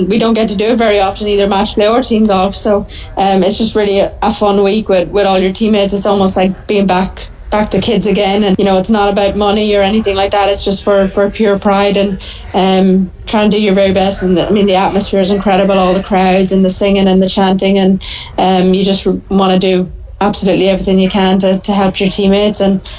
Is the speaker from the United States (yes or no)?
no; Ireland; growing up in Ireland, we played a lot of team golf.